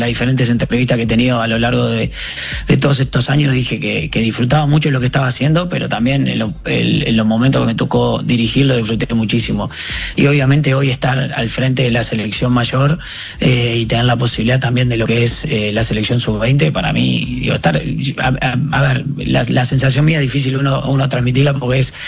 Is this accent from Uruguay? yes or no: yes; Uruguay; soy uruguayo